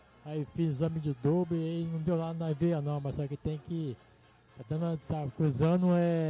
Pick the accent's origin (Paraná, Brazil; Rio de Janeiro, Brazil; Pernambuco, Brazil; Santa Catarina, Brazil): Rio de Janeiro, Brazil; Niterói; eu venho do Caramur, Niterói.